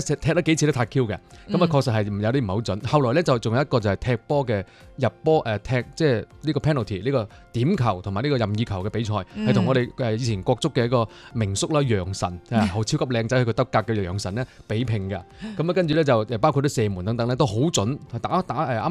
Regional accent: Guangdong, China; 我作为一个广东人

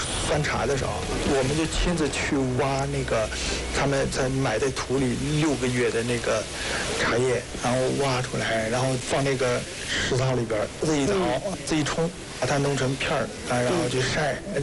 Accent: Myanmar; 我们缅甸那边的这个潜意识里边，卖花不可能有这么大

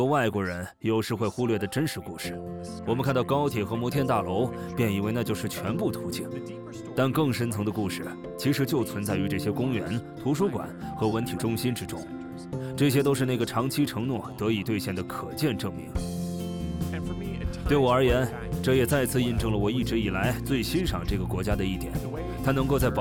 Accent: Canada; moved away as an adult; now in China; 我是一名加拿大人，至今已经在中国生活了18年。

